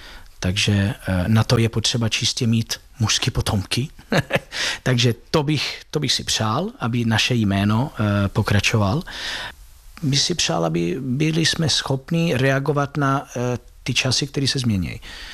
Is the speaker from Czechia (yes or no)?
no; Italy; now in Czech Republic; Já jsem vyrostl v Itálii